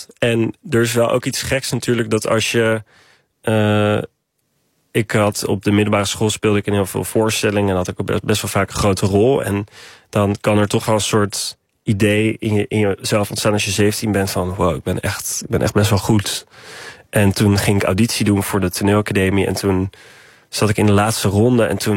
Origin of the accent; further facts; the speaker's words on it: Haarlem, North Holland, Netherlands; Wij komen uit Haarlem. Shout-out naar Haarlem. Love Haarlem, maar...